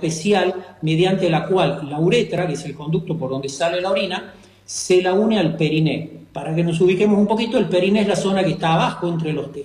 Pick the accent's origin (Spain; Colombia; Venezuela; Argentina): Argentina; Tucumán; accent: Tucumán; Por ahí me traicionó un poquito la tonada, soy de Tucumán.